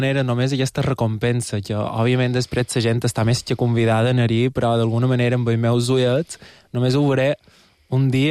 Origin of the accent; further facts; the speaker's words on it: Portocolom, Balearic Islands, Spain; Soc de Porto Colom i vaig molt a Sallà